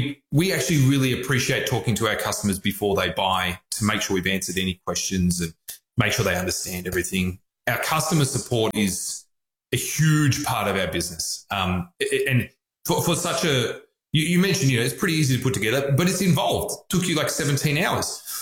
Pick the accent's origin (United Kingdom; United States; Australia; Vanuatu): Australia; accent: Australian; obviously I'm Australian, as you can tell by my glorious accent.